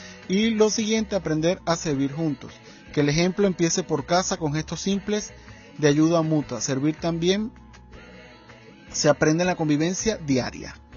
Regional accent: Maturín, Monagas, Venezuela; now in Zulia, Venezuela; realmente yo soy de Maturín, Estado Monagas, un oriental aquí trabajando y llevando la misión del día a día en el Zulia

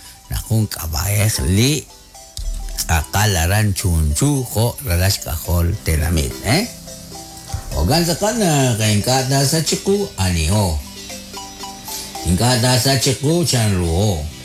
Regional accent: Poptún, Petén, Guatemala; now in Austin, United States; Al saludo desde Agustín, Texas. Soy de Poctún.

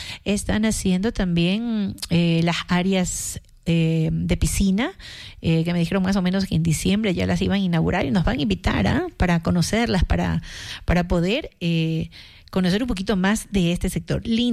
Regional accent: Guayaquil, Guayas, Ecuador; moved away; recuerden que yo no soy de aquí. Yo soy de allá de Guayaquil, pero he venido a conocer esta hermosa tierra

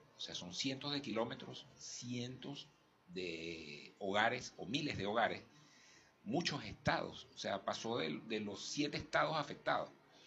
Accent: Venezuela; Y tenemos una ventaja, como venezolanos, que es la resiliencia

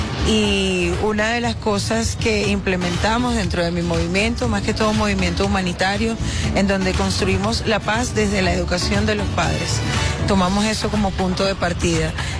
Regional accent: Caracas, Capital District, Venezuela; que nací y me crié en la Cota 905

